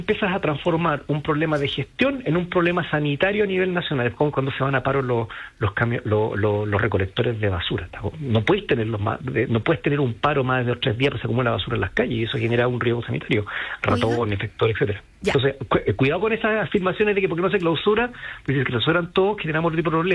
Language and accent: Spanish; Iquique, Tarapacá, Chile; y así nació, pues yo soy de Iquique, entonces obviamente esa ropa hay que sacarla